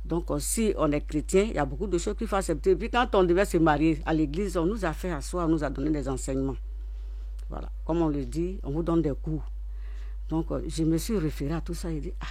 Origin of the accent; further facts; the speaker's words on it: Gagnoa, Gôh-Djiboua, Côte d’Ivoire; born there; now in Abidjan, Côte d'Ivoire; Je parle bété parce que je suis né à Gagnoua.